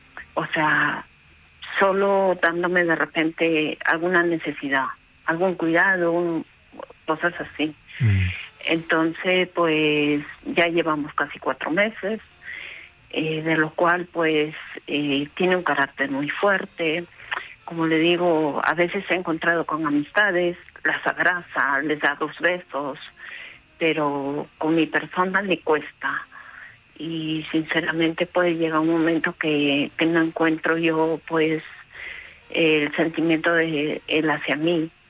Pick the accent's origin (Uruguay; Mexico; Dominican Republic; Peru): Peru; now in Spain; yo soy peruana, llevo varios años aquí